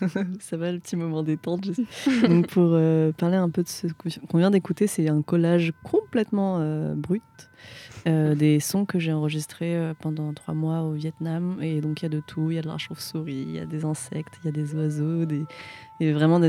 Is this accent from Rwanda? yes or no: no; France; j'ai grandi en France parce que l'éducation, mais aussi au Vietnam, en fait, parce que je peux pas parler vietnamien.